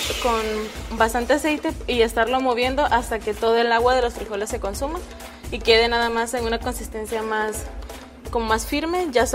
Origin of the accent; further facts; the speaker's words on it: El Salvador; born there; moved away; soy de El Salvador